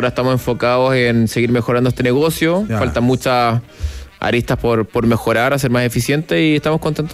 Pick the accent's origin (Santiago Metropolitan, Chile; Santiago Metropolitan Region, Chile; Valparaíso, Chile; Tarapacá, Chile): Valparaíso, Chile; Viña del Mar; yo también soy de Viña.